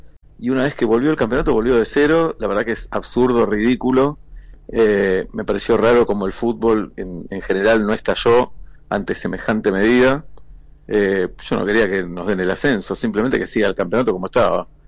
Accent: Argentina; es un lugar de identidad para los argentinos en general, y en este caso mío con Atlanta.

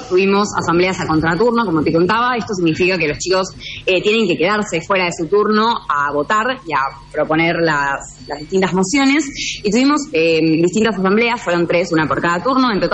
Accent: Argentina; como argentinos que creemos que realmente la educación pública gratuita de calidad no se puede negociar

